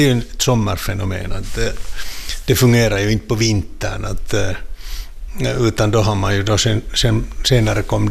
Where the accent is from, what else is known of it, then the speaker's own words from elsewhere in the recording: Helsinki, Uusimaa, Finland; Det är jättefina, det är som, naja, som helsingforsare tycker jag det hör till.